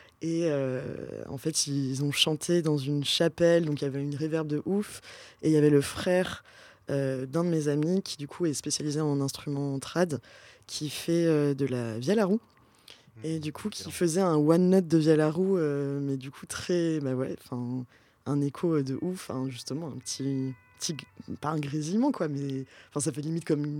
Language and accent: French; Pau, Nouvelle-Aquitaine, France